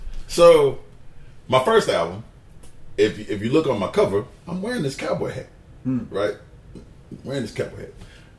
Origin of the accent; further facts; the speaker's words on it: Birmingham, Alabama, United States; I'm from Birmingham, right? A lot of people go, oh, that's not the country.